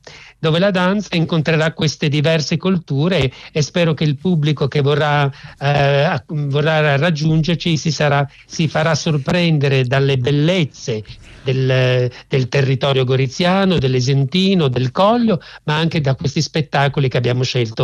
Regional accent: Rijeka, Primorje-Gorski Kotar County, Croatia; now in Italy; Lei deve sapere che io vengo da Rijeka, da Fiume, mio papà è stato esule, quindi diciamo che questa storia io l'ho vissuta sulla pelle.

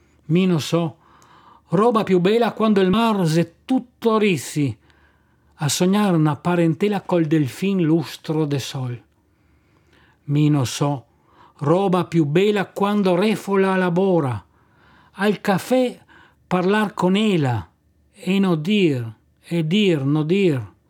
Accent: Trieste, Friuli-Venezia Giulia, Italy; mi commuovo a leggere sta poesia da triestino

